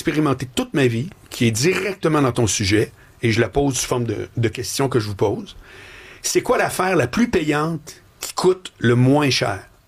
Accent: Quebec City, Quebec, Canada; Moi, je viens de Québec, toi aussi.

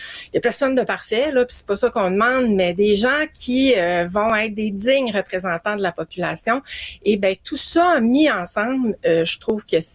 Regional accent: Quebec, Canada; chez nous au Québec

